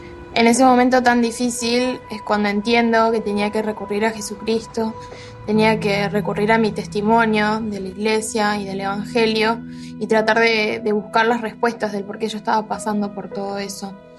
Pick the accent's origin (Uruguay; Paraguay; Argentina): Uruguay; tengo 24 años, soy uruguaya.